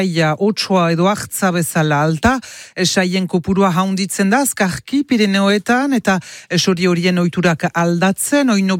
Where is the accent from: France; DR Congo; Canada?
France; Basque Country; y compris chez nous au Pays Basque.